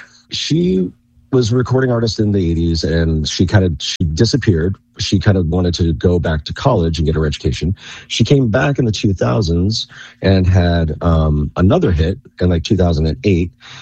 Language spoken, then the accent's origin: English; Maine, United States; It was, I mean, growing up in Maine, I was like, oh, this is nothing.